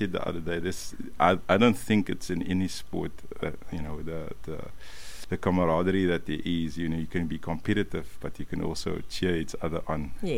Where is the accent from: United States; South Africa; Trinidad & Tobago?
South Africa; Cape Town, Western Cape; And then I'm originally from Atlantis in Cape Town. So we have like a cultural thing like called the Christmas bands.